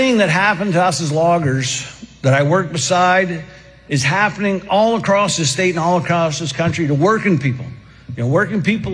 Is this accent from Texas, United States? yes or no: no; Allagash, Maine, United States; I grew up in Allegash in a family of loggers